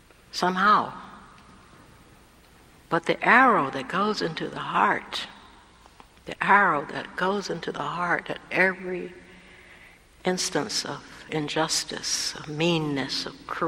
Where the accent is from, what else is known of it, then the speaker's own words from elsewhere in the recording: the South, United States; I grew up in the South where every white man was just like Donald Trump.